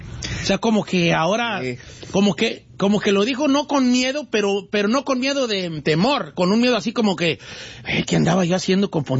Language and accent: Spanish; Michoacán, Mexico; Soy de un pueblo chico, nunca lo he dicho. Ah, soy de Michoacán, de acá del lado de Michoacán. Muy cerca de Guadalajara, por cierto.